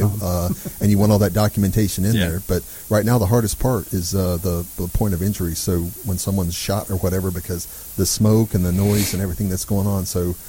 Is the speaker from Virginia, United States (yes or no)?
no; Texas, United States; I'm from Texas